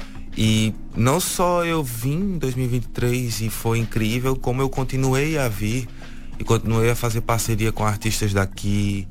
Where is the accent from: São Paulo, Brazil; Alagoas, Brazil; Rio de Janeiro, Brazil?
Alagoas, Brazil; Maceió; mas também levar a música e os recursos do mundo para Maceió também. Levar o meu conhecimento para a minha terra.